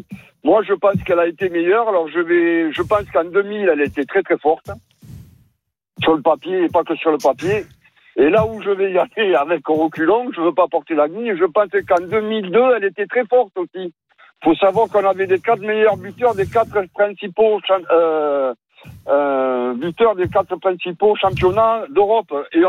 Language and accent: French; Bordeaux, Nouvelle-Aquitaine, France; Non, moi, en tant que bordelais, je suis traumatisé, moi.